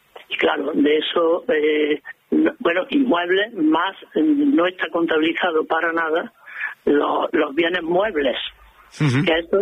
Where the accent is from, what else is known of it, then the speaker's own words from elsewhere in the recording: Córdoba, Andalusia, Spain; Yo que soy de Córdoba.